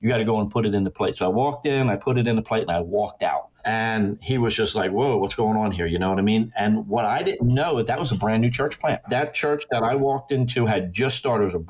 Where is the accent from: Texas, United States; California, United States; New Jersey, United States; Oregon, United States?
New Jersey, United States; born there; I was born in New Jersey